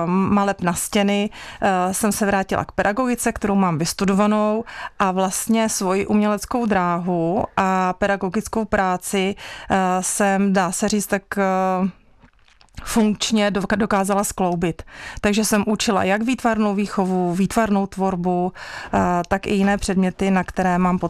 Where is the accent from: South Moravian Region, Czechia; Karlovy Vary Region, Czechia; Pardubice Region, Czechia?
South Moravian Region, Czechia; moved away; Já pocházím z Jižní Moravy.